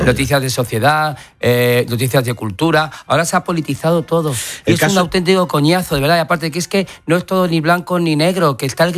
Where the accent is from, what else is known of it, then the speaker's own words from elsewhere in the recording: Madrid, Community of Madrid, Spain; soy madrileño. Madrid no entiende de política, soy madrileño